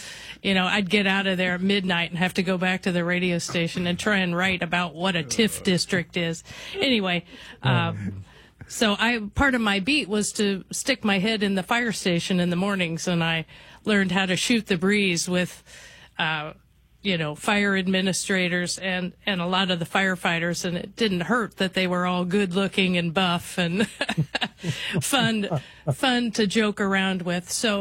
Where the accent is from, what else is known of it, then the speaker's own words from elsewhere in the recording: Alton, Illinois, United States; I always joke about being so worldly. I grew up in Alton. I came to the U of I to go to college, and I never left. So I've lived in two places in Illinois.